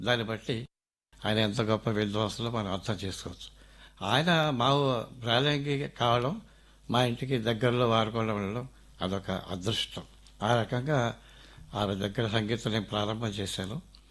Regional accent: Relangi, Andhra Pradesh, India; మాది పశ్చిమ గోదావరి జిల్లా రేలంగనే ఊరండి, గ్రామం, చిన్న గ్రామం.

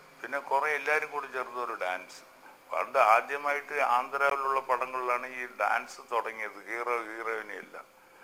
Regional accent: Kerala, India; ഞാനൊരു മലയാളി എന്നുള്ള നിലയിൽ പറയുകയാണ്

